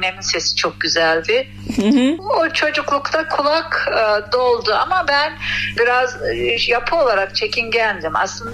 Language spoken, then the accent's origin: Turkish; İspir, Erzurum, Turkey; ben Erzurum'un İspir kazasına bağlı Çamlıkaya beldesindenim.